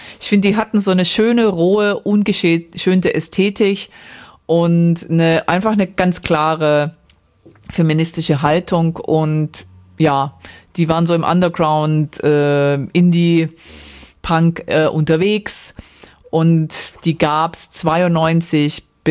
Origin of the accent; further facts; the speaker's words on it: Baden-Württemberg, Germany; moved away; also ich komme aus der Nähe von Ulm